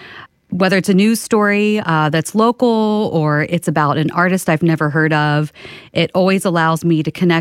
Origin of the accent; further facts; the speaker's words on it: Roanoke, Virginia, United States; from Roanoke, Virginia.